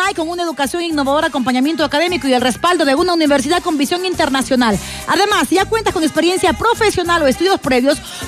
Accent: Vinces, Los Ríos, Ecuador; moved away; mi tierra hermosa, Vinces. Allá queda Vinces en la provincia de Los Ríos.

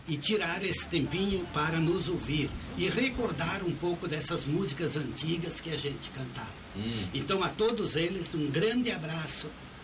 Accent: Nova Bréscia, Rio Grande do Sul, Brazil; now in Encantado, Brazil; 41 anos que eu moro encantado. Uhum. Praticamente 42. Que eu moro lá encantado. É. Mas eu não esqueço, Nova Brécia, para mim, é a terra do meu coração. Eu gosto muito daqui.

